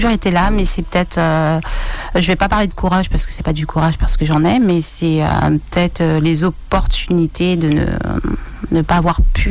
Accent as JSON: {"language": "French", "country": "French Guiana", "said": "Chez moi, je suis Guyanaise, je suis née ici. C'est vrai que je suis partie 33 ans."}